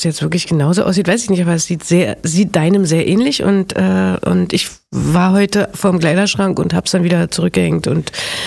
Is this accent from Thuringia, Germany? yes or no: no; Berlin, Germany; Berlin-Biesdorf.